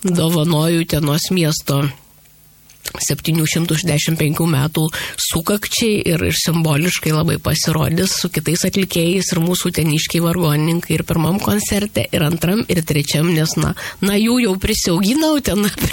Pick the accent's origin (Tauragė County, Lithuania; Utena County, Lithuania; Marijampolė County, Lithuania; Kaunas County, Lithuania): Utena County, Lithuania; Zarasai; 50% manęs yra Utenoj, 50 Zarasuose, nes tai yra mano tėviškė.